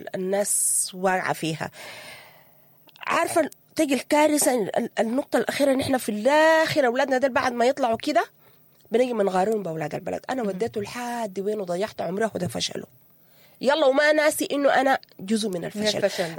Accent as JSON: {"language": "Arabic", "country": "Sudan", "said": "ودي تقولها لنا نحن سودانيين خلاص كده هو درد؟"}